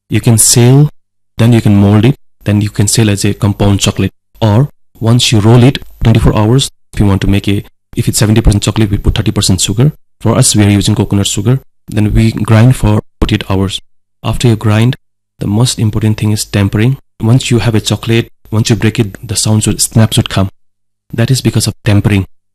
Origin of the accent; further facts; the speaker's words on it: Sikkim, India; moved away as an adult; now in Nagaland, India; I'm from Sikkim, and Sikkim and Darjeeling is quite near. It's tea growing place.